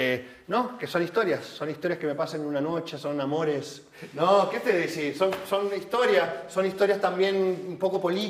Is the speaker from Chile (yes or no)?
yes; Chile; moved away; Y yo soy una generación un poco más nueva de la dictadura en Chile, donde me fui en Chile por